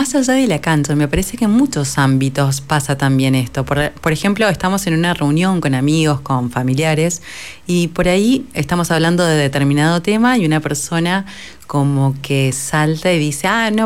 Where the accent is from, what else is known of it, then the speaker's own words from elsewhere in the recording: Argentina; nos pasa mucho a los argentinos, que somos muy pasionales